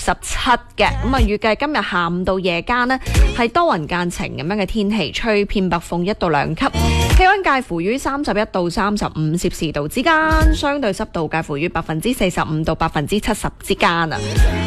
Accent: Guangdong, China; 我哋广东人

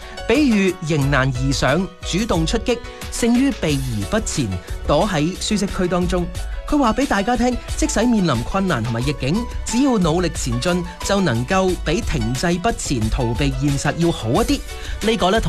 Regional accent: Guangdong, China; 我哋广东人好务实、好拼搏嘅精神。

